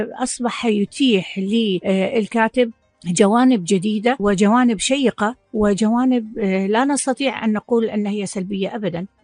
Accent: Kuwait; عندنا في الكويت وفي دول الخليج

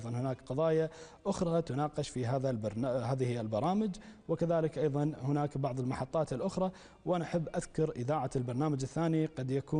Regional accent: Kuwait; accent: Kuwaiti; نتحدث بكل بساطة إلى المواطن الكويتي بلهجتنا الكويتية،

